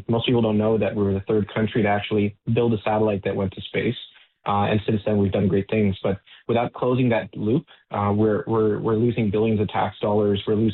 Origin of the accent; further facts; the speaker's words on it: Toronto, Ontario, Canada; Born and raised in Toronto in the Jane Finch area, humble beginnings